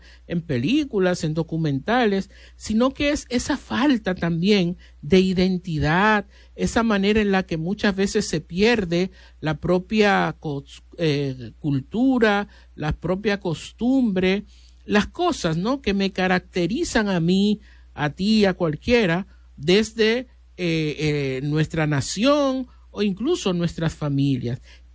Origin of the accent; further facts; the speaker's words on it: Dominican Republic; nosotros mismos también, como dominicanos